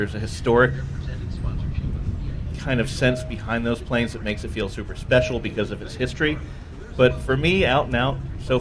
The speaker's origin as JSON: {"language": "English", "region": "England", "country": "United Kingdom", "tie": "born or raised there", "also_born_or_lived": "London", "said": "I grew up in England. I moved to London in 1970, and that's"}